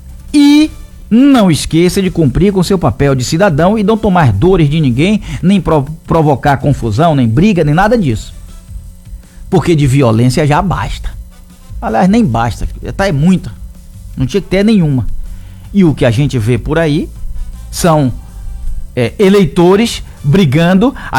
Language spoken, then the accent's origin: Portuguese; Salvador, Bahia, Brazil; Porque quando eu era pequeno lá em Paripe, eu lembro que a torcida aqui era Bahia e Vitória.